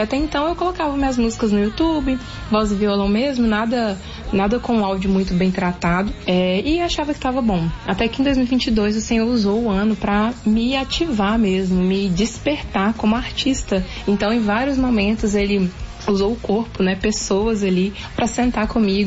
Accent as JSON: {"language": "Portuguese", "town": "Belo Horizonte", "region": "Minas Gerais", "country": "Brazil", "lives_now": "Marajó, Brazil"}